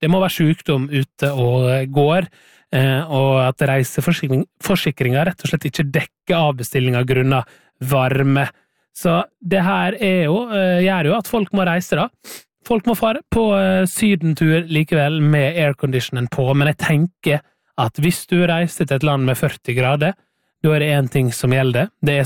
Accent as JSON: {"language": "Norwegian", "region": "Møre og Romsdal", "country": "Norway", "tie": "born or raised there", "lives_now": "Oslo, Norway", "said": "Og det kan jeg kjenne meg igjen i, for da jeg bodde hjemme på Sunnmøre selv, at man vil jo gjerne være med på moro, man vil være med på det fine været."}